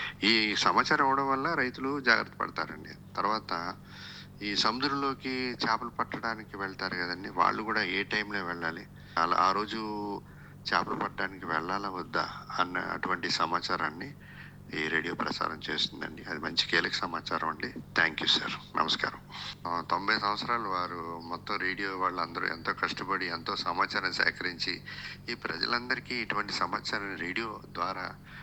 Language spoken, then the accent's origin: Telugu; Visakhapatnam, Andhra Pradesh, India; నా బాల్యం నుండి విశాఖపట్నం పోర్ట్ క్వార్టర్స్లో ఉండేవాళ్ళం.